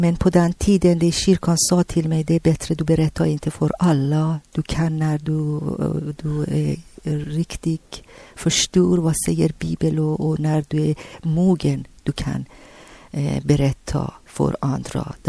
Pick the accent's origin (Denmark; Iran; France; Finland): Iran; Tehran, Tehran Province; Swedish is a second language; now in Sweden; För mig först och främst när jag kom från Teheran kyrkan direkt jag gick på i Vårgård och Pingstkyrkan.